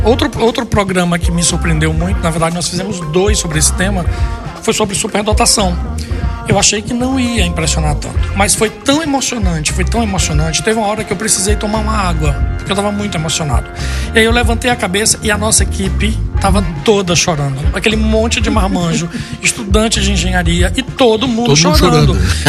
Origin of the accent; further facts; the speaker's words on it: Brazil; me fere muito como brasileiro.